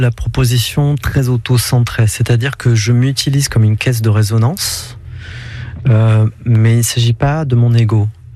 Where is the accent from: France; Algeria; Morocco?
Algeria; Kabylie; born there; moved away; Moi, je suis né en Algérie, dans les montagnes Kabyles.